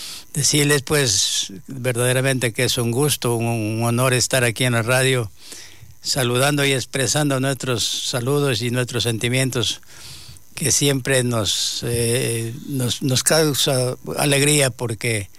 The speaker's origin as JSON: {"language": "Spanish", "region": "Loja", "country": "Ecuador", "moved": "yes", "lives_now": "Sucumbíos, Ecuador", "said": "yo soy de Sabilaca, una tierra linda donde producía mucho y se daba para todos un pancito que se podía dar todos los días."}